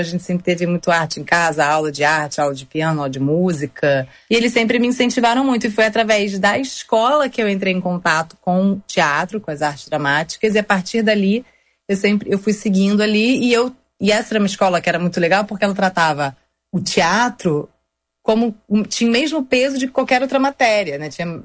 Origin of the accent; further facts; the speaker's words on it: Rio de Janeiro, Brazil; born there; nasci no Rio, de uma família, né? Minha mãe é do Rio também. Mas com a família do meu avô, que era do Sul, então tem um pouco essa coisa, né, gaúcha ali na Bahia